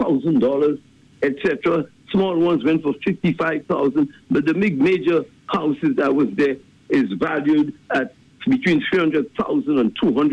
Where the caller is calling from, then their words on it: St. Lucia; Where are you from, …? I say, St. Lucia.